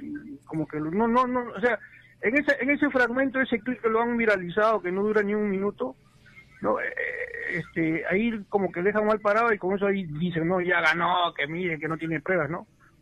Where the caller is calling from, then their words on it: Lima, Peru; acá de Lima